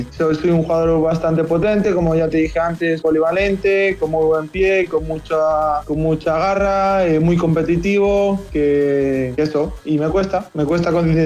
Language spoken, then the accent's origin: Spanish; Torrevieja, Valencian Community, Spain; Ellos se vinieron, si no recuerdo mal, uno o dos años antes de que yo naciera. Se vinieron para España y nací acá. Y bueno, como mis padres se buscaron el trabajo acá en España y ahí caí yo. Y nada, y me crié acá en Torrevieja.